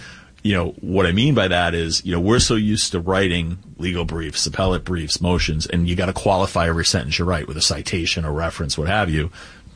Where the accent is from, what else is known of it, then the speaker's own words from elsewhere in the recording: Long Island, New York, United States; moved away as an adult; also born or lived in Brooklyn, New York; I was born in Brooklyn, but raised on Long Island. I was a Long Island boy.